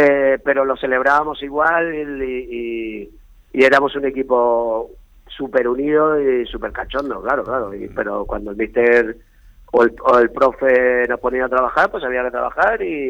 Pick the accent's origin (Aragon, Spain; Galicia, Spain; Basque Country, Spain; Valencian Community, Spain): Basque Country, Spain; Ibarra; después de estar directivo en el Ibarra, que es el equipo de mi pueblo, el equipo donde yo crecí